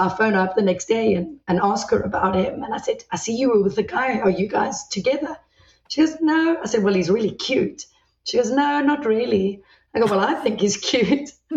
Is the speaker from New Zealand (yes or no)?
no; South Africa; So I grew up in South Africa, but Dennis came down to South Africa for college.